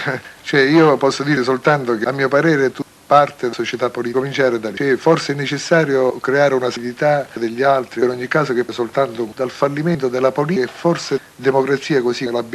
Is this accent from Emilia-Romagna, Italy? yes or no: no; Sicily, Italy; che io da siciliano non condivido ma che amo